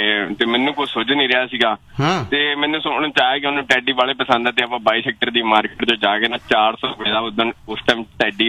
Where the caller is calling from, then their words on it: Chandigarh, India; ਮੈਂ ਚੰਡੀਗੜ੍ਹ ਤੋਂ।